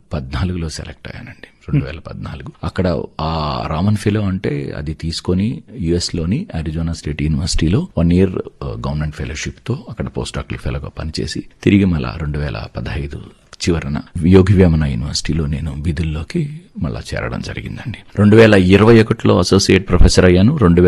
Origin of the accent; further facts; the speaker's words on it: Tirupati, Andhra Pradesh, India; moved away as an adult; now in Kadapa, India; నేను మా విద్యాభ్యాసం మొత్తం చాలా వరకు నాకు తిరుపతిలో జరిగింది. ఎంఎస్సీ పిహెచ్డి అంతా కూడా తిరుపతి ఎస్ యూనివర్సిటీలో కంప్లీట్ చేశాను.